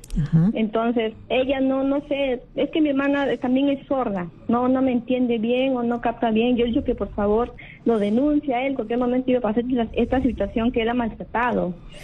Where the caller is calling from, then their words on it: Trujillo, La Libertad, Peru; Estoy llamando desde Trujillo